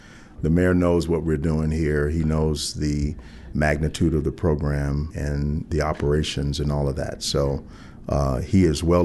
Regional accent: Chicago, Illinois, United States; now in Denver, United States; So I wouldn't say that about any other place, even though my hometown is Chicago.

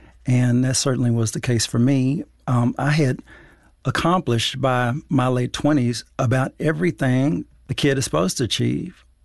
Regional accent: Dallas, Texas, United States; Well, I went to Texas. I went back to Texas. I went to Austin. I'm from Dallas.

